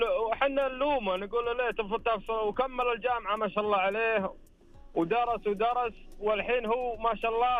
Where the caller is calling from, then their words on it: Northern Saudi Arabia, Saudi Arabia; من الشمال